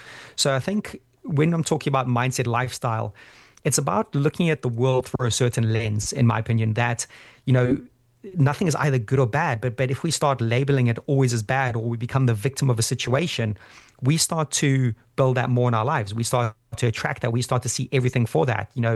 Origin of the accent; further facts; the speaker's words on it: Zimbabwe; So yeah, growing up in Zimbabwe was just a complete blessing.